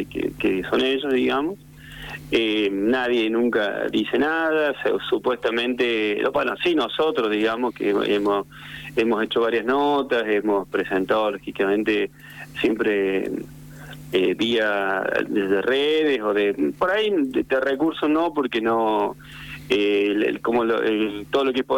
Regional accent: Córdoba, Argentina; moved away as an adult; now in La Rioja, Argentina; yo vengo vivo hace 25 años acá, porque creo que se me nota que soy cordobés

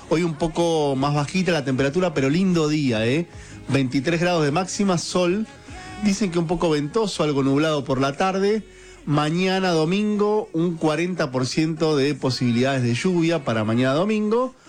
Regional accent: Buenos Aires, Argentina; Acá todavía tratando de ganarle a la alergia, como tantos porteños, con los famosos plátanos de Sarmiento.

